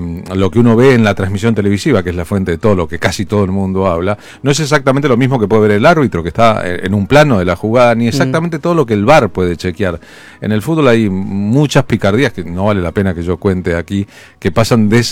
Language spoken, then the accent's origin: Spanish; Argentina